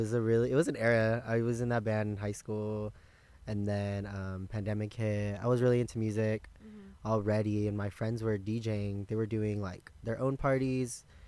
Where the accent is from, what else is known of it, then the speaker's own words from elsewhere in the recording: Fresno, California, United States; moved away as an adult; now in San Francisco, United States; because I'm from Fresno. From Fresno, California.